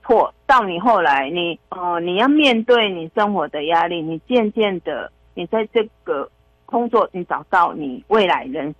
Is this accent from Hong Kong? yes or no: no; Kaohsiung, Taiwan; also born or lived in Yunlin; 我是云林人，我从两岁就从云林搬到旧草衙。旧草衙你们可能没有概念，旧草衙已经渔港靠近渔港，那个高雄是渔港，过港隧道那里。